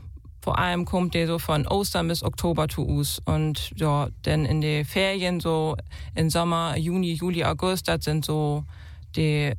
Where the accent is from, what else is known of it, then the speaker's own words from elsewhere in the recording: Lower Saxony, Germany; Ich komme aus der Wesermarsch, genauer gesagt in Obergun bin ich aufgewachsen und da ha ich all früh dat platt und beten lehrt von meinen Großeltern.